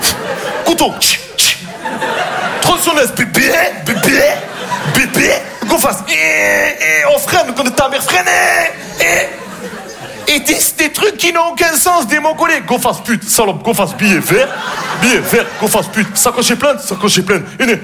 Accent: Marseille, Provence-Alpes-Côte d'Azur, France; parce que chez nous, à Marseille, la ceinture, ça ne sert à rien.

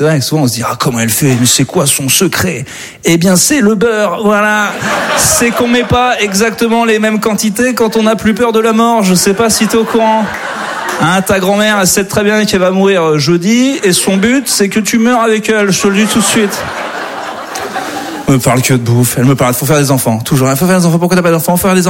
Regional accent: Auvergne-Rhône-Alpes, France; moved away; moi, je viens d'Auvergne à la base.

